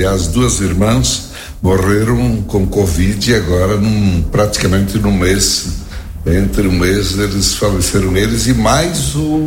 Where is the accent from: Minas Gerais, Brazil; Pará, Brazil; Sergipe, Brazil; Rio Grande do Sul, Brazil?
Rio Grande do Sul, Brazil; Marau; born or raised there